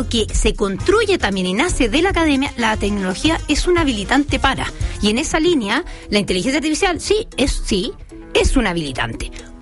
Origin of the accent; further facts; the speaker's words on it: Chile; also born or lived in Europe; es un activo gigante que tenemos como chileno.